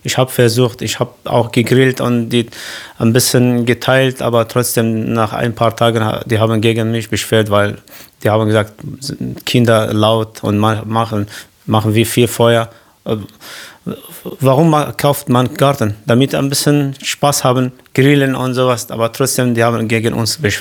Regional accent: Syria; German is a second language; moved away as an adult; now in Ludwigsfelde, Germany; ich bin Deutscher geworden. Ja, ich habe Reisepass und alles, aber ich fühle mich jetzt Syrer und Deutscher

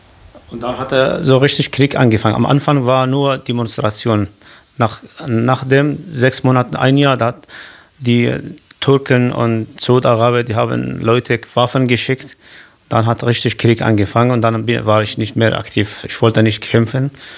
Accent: northern Syria, Syria; German is a second language; moved away as an adult; now in Ludwigsfelde, Germany; Ich bin Kurde aus Syrien

